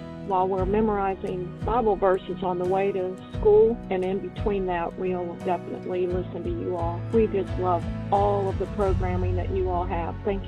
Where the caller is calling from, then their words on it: Bristol, Tennessee, United States; I'm calling from Bristol, Tennessee